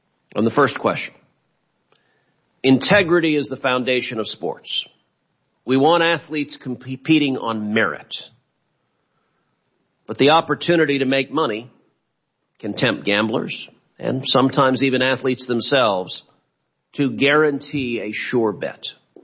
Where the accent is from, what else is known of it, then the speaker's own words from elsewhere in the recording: Texas, United States; 39 states and the District of Columbia have legalized some form of sports betting, though my home state of Texas has not.